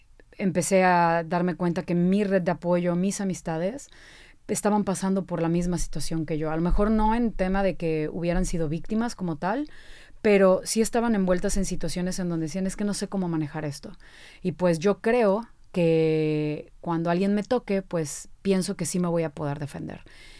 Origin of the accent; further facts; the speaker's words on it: Veracruz, Mexico; Yo soy de Veracruz. Soy de Veracruz, paso muchísimo tiempo ya en la Ciudad de México, debido también a los talleres, a los seminarios, todo como estas pláticas.